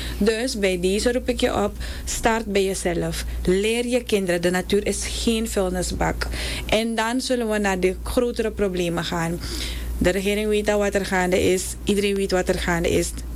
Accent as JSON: {"language": "Dutch", "country": "Suriname", "said": "En ik denk ook gewoon dat wij als Surinamers, het maakt niet uit wat voor ras je hebt, wat voor identiteit je hebt, beter met de natuur mogen omgaan."}